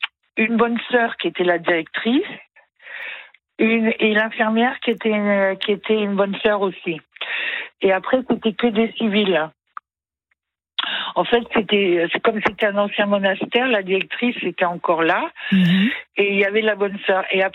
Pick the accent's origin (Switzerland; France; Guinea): France; Grand Est; quand j'étais petite, je vivais en Alsace et j'habitais à côté d'une forêt.